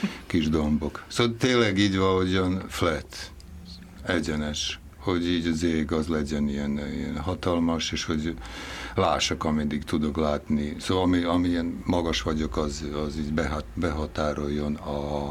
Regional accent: Novi Kneževac, Vojvodina, Serbia; born there

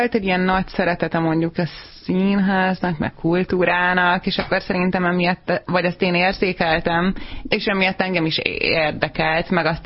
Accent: Budapest, Hungary; tehát Újlipótvárosban nőttem fel, nekem egy ilyen elég nagy családom

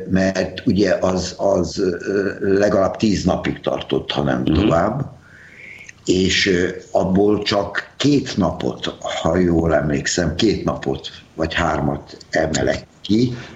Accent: Budapest, Hungary; örült a Kabainé dr. Huszka Antónia, hogy én oda kerülök, hogy szintén pestiként majd jó társa leszek Kabai Zoltánnak.

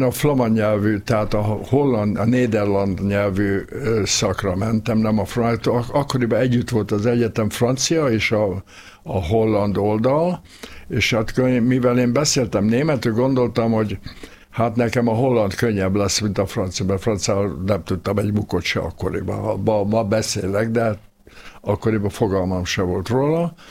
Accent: Eger, Heves, Hungary; Pláne Egerben, mert Egerben nőttem föl, egész 18 éves koromig.

